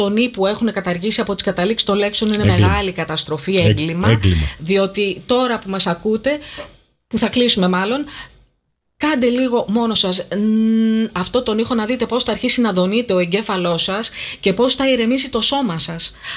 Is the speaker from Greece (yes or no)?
yes; Greece; εμείς είμαστε Έλληνες